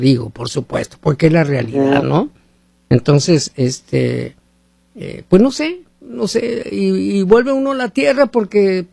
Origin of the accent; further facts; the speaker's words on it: Mexico; así somos los mexicanos